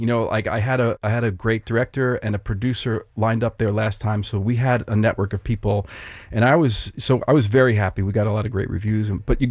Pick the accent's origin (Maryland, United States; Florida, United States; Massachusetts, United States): Massachusetts, United States; Boston; I will definitely let everybody in Scotland know that I'm from Boston.